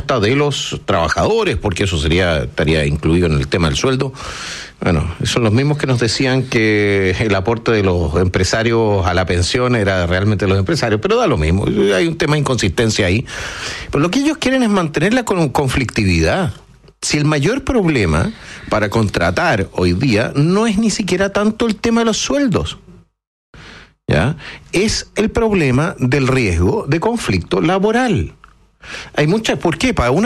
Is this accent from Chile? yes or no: yes; Chile; somos todos chilenos, los empresarios y los trabajadores somos chilenos